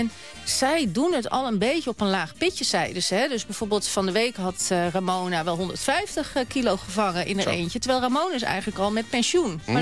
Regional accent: Amsterdam, North Holland, Netherlands; ik kom uit Amsterdam, hè?

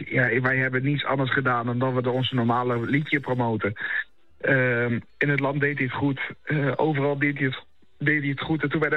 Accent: Netherlands; Ook puur omdat, ik ben een Nederlander en Engels kan ik niet zo goed.

